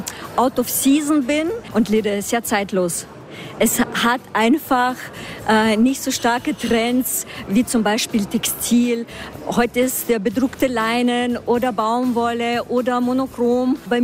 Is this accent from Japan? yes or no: no; Salzburg, Austria; Ich komme ja auch aus Salzburg und wir sind eigentlich viel urbaner, was das betrifft.